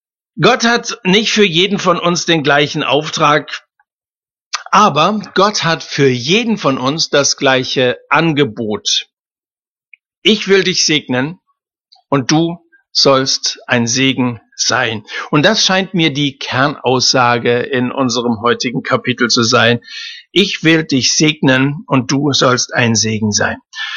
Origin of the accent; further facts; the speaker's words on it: Hesse, Germany; Die Fläche kaum größer als mein Heimatland Hessen.